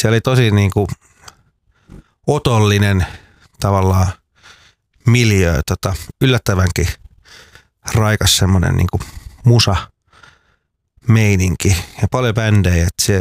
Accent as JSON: {"language": "Finnish", "region": "Pirkanmaa", "country": "Finland", "said": "ollaanko me sit kuitenkin Hämeenkyröstä sit kuitenkin, vaikka mä koen, että olen tamperelainen"}